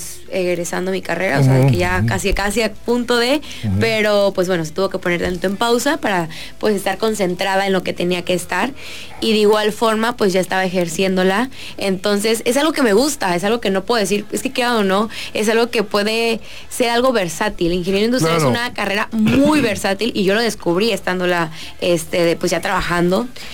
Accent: Huimanguillo, Tabasco, Mexico; latina, mexicana y tabasqueña, porque cada una de esas palabras, o sea, latina, mexicana y tabasqueña, son quien soy

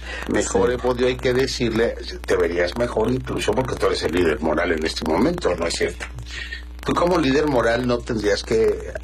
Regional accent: Teloloapan, Guerrero, Mexico; born there; yo nací en Tlaloapan.

